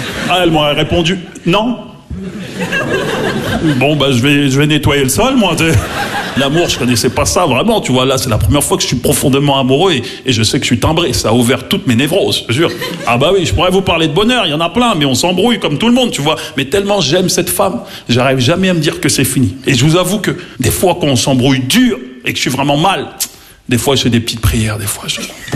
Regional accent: Maisons-Alfort, Île-de-France, France; parce que j'ai grandi à Maisons-Alfort, en plus, tu vois, dans le 9-4, tu vois.

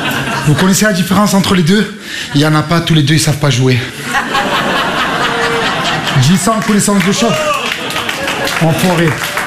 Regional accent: Marseille, Provence-Alpes-Côte d'Azur, France; je viens de Marseille.

